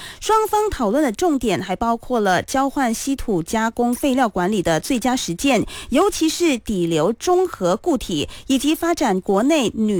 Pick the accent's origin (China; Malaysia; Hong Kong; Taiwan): Malaysia; 大卫，我们身为马来西亚人哦，难免比较担心的就是可能在环境议题方面嘛